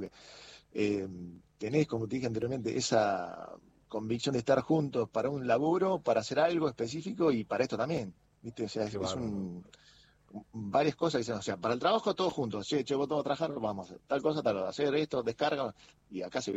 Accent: Argentina; Obviamente, como todos, somos argentinos y cada uno con su cábala, como todo, ¿viste?

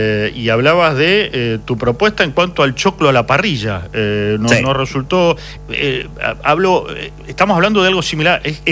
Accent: Argentina

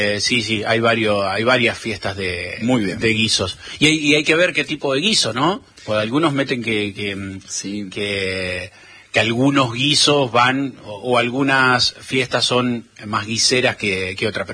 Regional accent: Las Toscas, Santa Fe, Argentina; fui un día a mi pueblo, a Las Toscas, a tomar unos mates a la casa de unos amigos

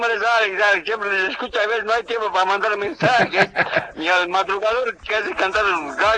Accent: Villazón, Potosí, Bolivia; moved away; Ahora me encuentro volví a mi tierra natal, a mi villazón.

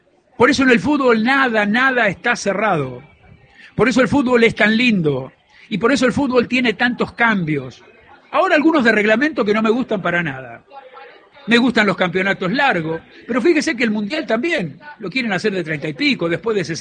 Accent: Rosario, Santa Fe, Argentina; como rosarinos y como argentinos queremos y deseamos el triunfo en este caso de Rosario Central.

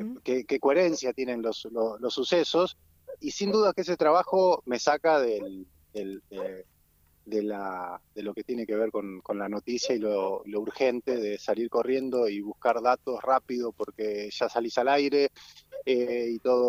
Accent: Rosario, Santa Fe, Argentina; born there; now in Mallín Ahogado, Argentina; soy un bicho de ciudad, nací en Rosario, nací en un barrio, bueno, que eran los viejos Fonavi, después me fui a un barrio, digamos, es como mucho cemento y vida citadina.

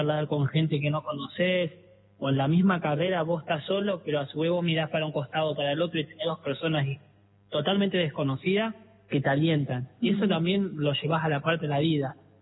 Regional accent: Córdoba, Argentina

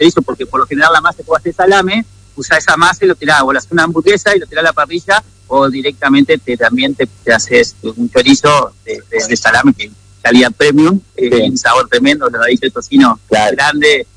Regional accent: Viale, Entre Ríos, Argentina; born there; now in Paraná, Argentina; yo tenía acá a 50 kilómetros, tengo donde nací en Viale, tengo un pequeño lugar donde procesamos la carne.

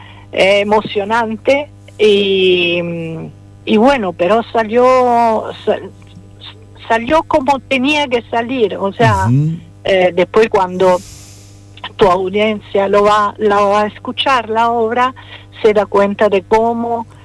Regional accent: Rome, Lazio, Italy; Spanish is a second language; Se escucha muy bien que soy italiana, ¿no?

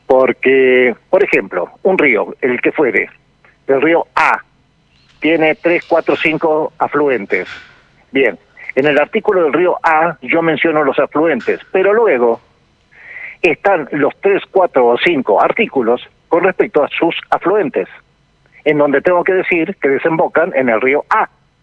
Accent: Bahía Blanca, Buenos Aires Province, Argentina; now in Patagonia, Argentina; Soy patagónico por adopción, llegué en el año 78 de Bahía Blanca.

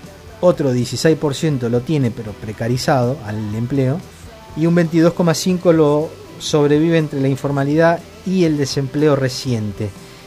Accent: Argentina; Todos vivimos en la Argentina, todos somos argentinos.

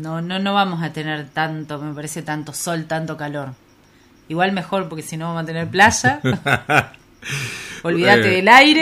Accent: Concepción del Uruguay, Entre Ríos, Argentina; nosotros no somos, Concepción del Uruguay, no somos una ciudad turística de verano, por ahí es más estudiantil y universitaria

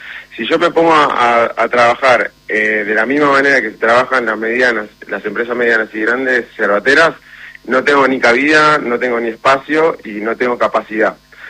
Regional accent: Buenos Aires, Argentina; Soy una persona de Capital Federal, y tomaba mate de manera social, cuando había mate en la mesa entre amigos y familia.

